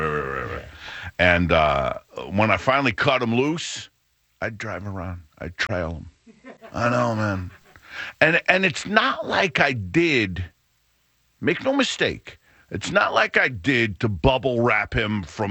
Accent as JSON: {"language": "English", "town": "Morris Cove", "region": "Connecticut", "country": "United States", "tie": "born or raised there", "said": "I grew up in Morris Cove. We had sidewalks."}